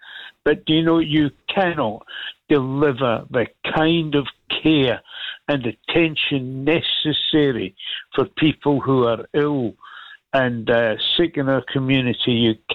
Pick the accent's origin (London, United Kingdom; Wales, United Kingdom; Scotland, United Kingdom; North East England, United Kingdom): Scotland, United Kingdom; Barrhead; born or raised there